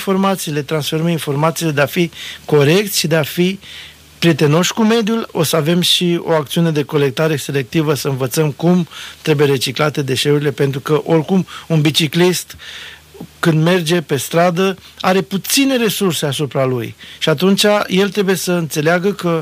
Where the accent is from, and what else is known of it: Romania